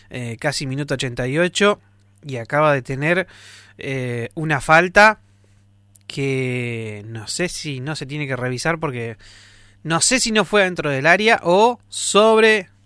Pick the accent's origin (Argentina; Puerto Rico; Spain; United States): Argentina; Está enojado porque no está acostumbrado a lo que nos pasa a nosotros como argentinos, ¿eh?